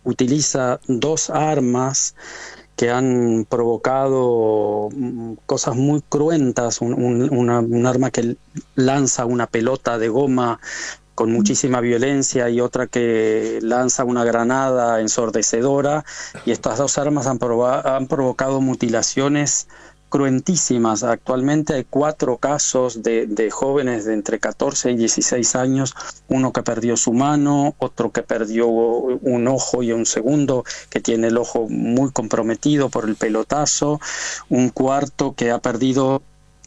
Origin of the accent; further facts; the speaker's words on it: Argentina; also born or lived in Montevideo, Uruguay; now in France; Bueno, nací en Montevideo como usted, y entonces, pero me crié en Argentina y trabajé mucho en Argentina como usted. Ahora vivo en Francia hace muchísimos años.